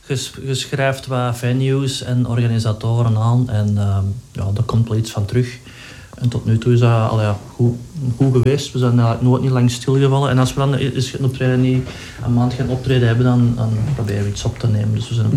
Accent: Herentals, Flanders, Belgium; Ja, wij zijn van Herentals. We zijn eigenlijk lang jeugdvriend.

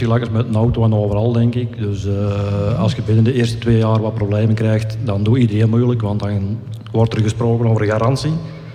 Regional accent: Tongerlo, Flanders, Belgium; Natuurlijk, we zijn zelf van Tongerlo, dus we kennen al veel plaatsen.

